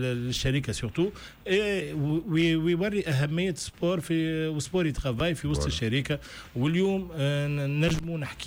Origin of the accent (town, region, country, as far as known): Tunisia